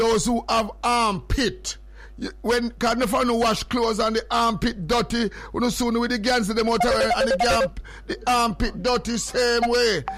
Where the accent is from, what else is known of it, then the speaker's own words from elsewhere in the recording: Jamaica; moved away; we come from Jamaica